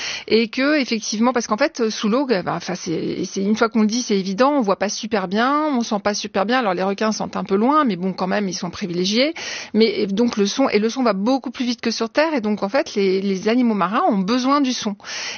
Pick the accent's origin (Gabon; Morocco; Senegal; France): France; Corsica; Alors, il faut savoir … je suis corse, donc j'ai toujours vécu un pied sur terre et une palme dans l'eau.